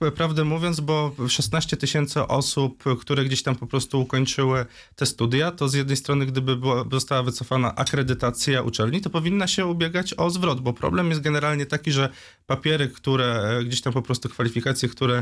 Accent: Wrocław, Lower Silesian Voivodeship, Poland; born there

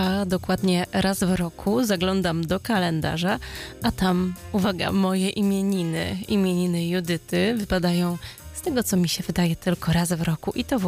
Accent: Nysa, Opole Voivodeship, Poland; ja pochodzę z małego miasta, z Nysy w województwie opolskim

